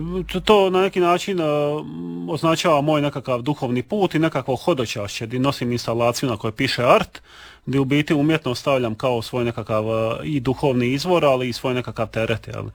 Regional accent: Knin, Šibenik-Knin County, Croatia; also born or lived in Sinj / Split; Ja sam inače se smatram nekakvim kninskim ambasadorom, obzirom da sam odrastao u Kninu, pa se može reći da sam i kninski žitelj, ali čak mi i osobno još prijavljena tu. Tako da sam ja jedan umjetnik, kninjanin, ali i spličanin

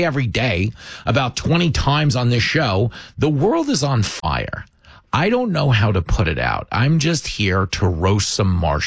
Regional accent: New York, United States; It's funny because I grew up in New York believing that the rest of the country wished they were doing what I was doing.

